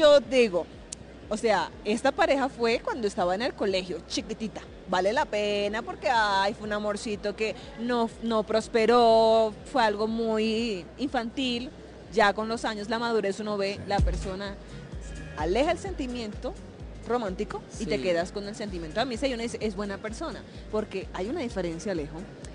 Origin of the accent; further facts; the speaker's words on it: Caribbean coast, Colombia; Yo soy costeña